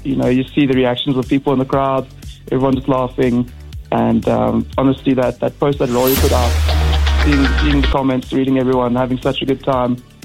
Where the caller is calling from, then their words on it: Cape Town, Western Cape, South Africa; I'm from Cape Town.